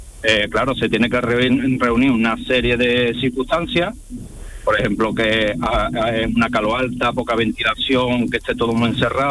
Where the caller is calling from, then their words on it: Seville, Andalusia, Spain; Vivo en Sevilla capital.